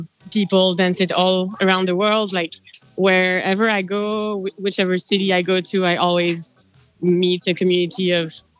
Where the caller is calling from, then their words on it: Edinburgh, Scotland, United Kingdom; The airport in Edinburgh.